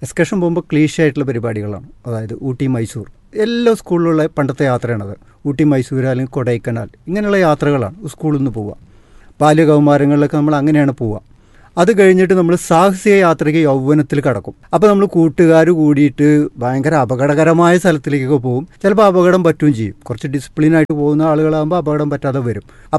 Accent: Angadipuram, Kerala, India

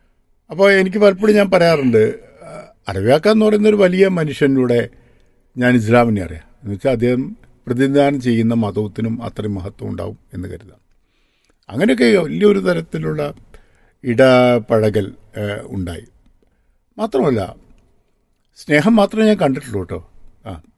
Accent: Pappinippara, Kerala, India; മലപ്പുറം ജില്ലക്കാരൻ എന്ന നിലയിൽ ഏറെ അഭിമാനിക്കുന്ന ഒരാളാണ് ഞാൻ. ഞാൻ ജനിച്ചത് വളർന്നതൊക്കെ തന്നെ മഞ്ചേരിക്കടുത്തുള്ള പാപ്പിനിപ്പാറ എന്ന് പറയുന്ന ഗ്രാമത്തിലാണ്. അവിടെ ഏതാണ്ട് തകർന്നു കടിഞ്ഞ ഒരു നായർ തറവാട്ടിലാണ് എൻ്റെ ജനനം.

